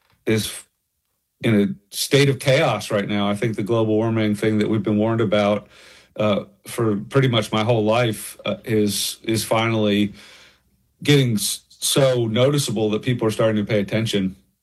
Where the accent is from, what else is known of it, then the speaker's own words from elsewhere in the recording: Pennsylvania, United States; moved away as an adult; No, I'm originally from Pennsylvania.